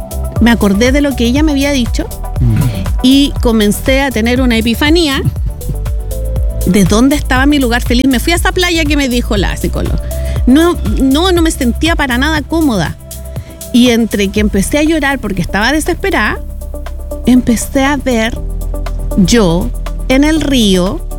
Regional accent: Ovalle, Coquimbo, Chile; Cuando yo me fui de Ovalle cuando tenía 17 años.

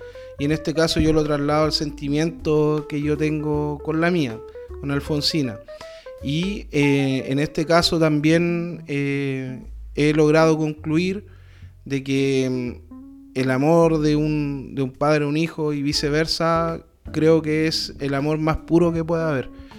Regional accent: San Bernardo, Santiago Metropolitan Region, Chile

